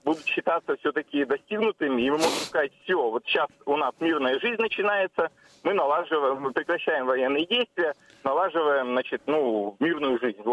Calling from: Krasnodar, Krasnodar Krai, Russia; Здравствуйте … из Краснодара, вас беспокою.

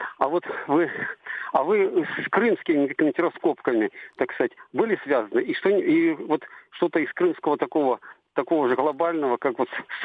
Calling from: Crimea, Ukraine; Здравствуйте. А я с Крыма.

